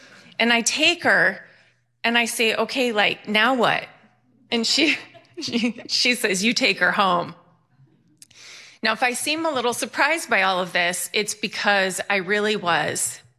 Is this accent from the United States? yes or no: yes; Bennington, Vermont, United States; born there; now in Phoenix, United States